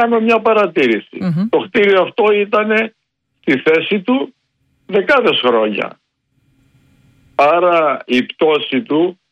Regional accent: Peloponnese, Greece; στην πατρίδα μου την Αρκαδία λένε χτύπα ξύλο και χτυπάω.

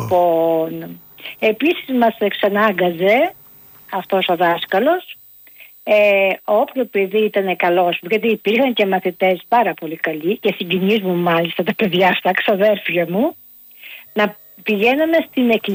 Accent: Agrinio, Western Greece, Greece; born or raised there

